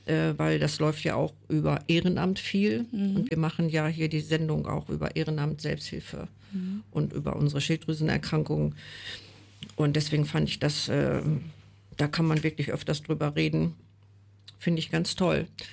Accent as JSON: {"language": "German", "town": "Salzgitter", "region": "Lower Saxony", "country": "Germany", "tie": "born or raised there", "said": "Ich bin ja in Salzgitter-Bad geboren, war ja für damalige Verhältnisse auch schon eine große Stadt."}